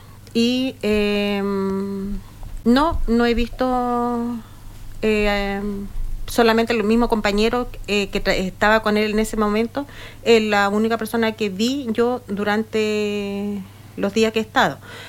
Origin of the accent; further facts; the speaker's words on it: Coquimbo, Chile; yo soy de Coquimbo.